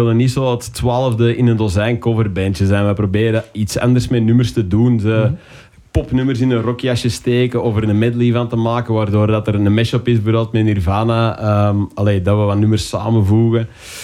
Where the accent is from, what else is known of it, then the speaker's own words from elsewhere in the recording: Kessel, Flanders, Belgium; Wij komen uit Kessel, Beersen.